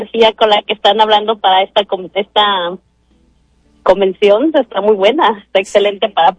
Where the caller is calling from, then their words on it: Tacoma, Washington, United States; Aquí en el área de Tacoma.